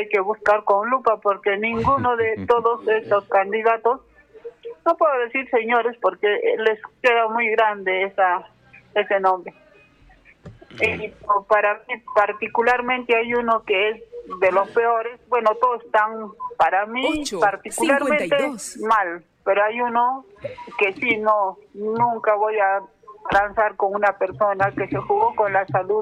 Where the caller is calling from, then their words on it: Arequipa, Peru; Yo vivo en Selva Alegre, pero en la casa de mis papás y mi DNI está en el cercado de Arequipa.